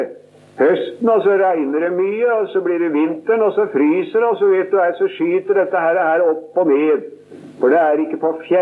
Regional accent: Sarpsborg, Østfold, Norway; moved away; som vi sier hjemme i Sarpsborg.

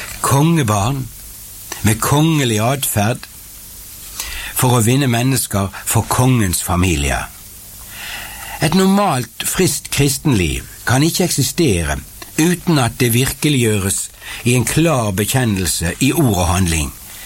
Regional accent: Bergen, Vestland, Norway; utenfor biblioteket hjemme i Bergen

